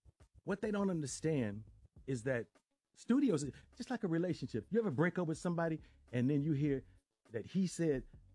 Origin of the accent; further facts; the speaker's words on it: Cleveland, Ohio, United States; Also, I'm from Cleveland. Mm. I grew up down the street from Jim Brown